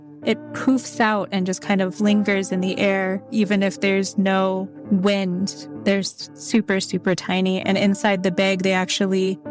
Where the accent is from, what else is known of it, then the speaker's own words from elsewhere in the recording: St. Lawrence Island, Alaska, United States; I'm from St. Lawrence Island.